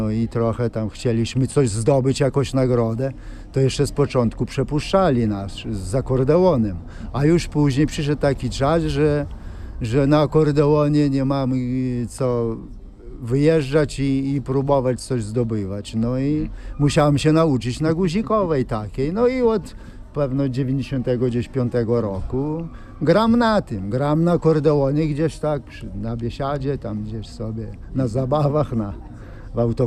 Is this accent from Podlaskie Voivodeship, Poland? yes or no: yes; Szypliszki, Podlaskie Voivodeship, Poland; Przyjechałem z Suwalszczyzny, z gminy Szypliszki, jako muzykant.